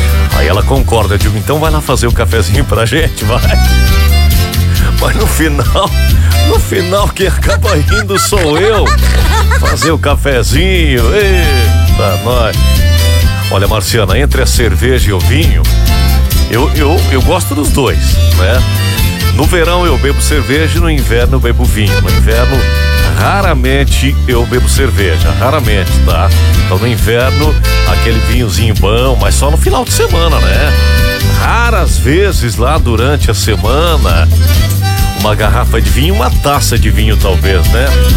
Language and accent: Portuguese; Vidal Ramos, Santa Catarina, Brazil; born there; Eu nasci no Alto Vale do Itajaí, nasci em Vidal Ramos. O Ramos que fica do ladinho de Tuporanga, né? De Imbuia.